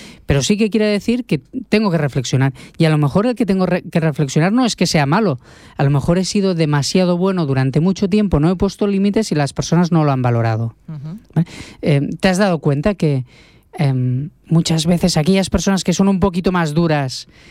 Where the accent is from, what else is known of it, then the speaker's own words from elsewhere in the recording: Tarragona, Catalonia, Spain; now in Barcelona, Spain; Yo soy natural de Tarragona, soy tarragoní.